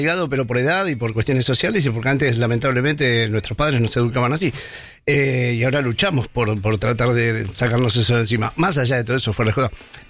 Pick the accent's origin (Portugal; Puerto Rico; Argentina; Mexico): Argentina; Sí, no, como argentinos que somos, no debemos menos que hacernos una escapadita hasta Ámsterdam